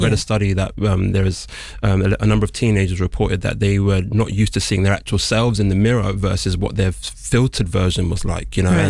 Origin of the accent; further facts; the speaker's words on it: United Kingdom; being British